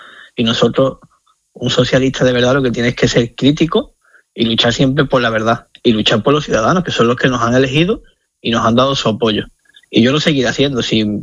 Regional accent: Ceuta, Spain; yo ante todo soy ceutí y soy caballa. Entonces tengo que defender mi ciudad.

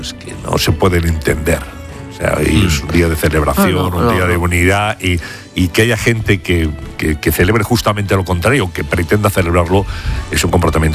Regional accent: Spain; Pero somos españoles.

